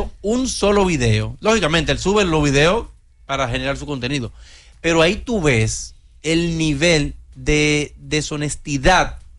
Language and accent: Spanish; Dominican Republic; yo prefiero como dominicano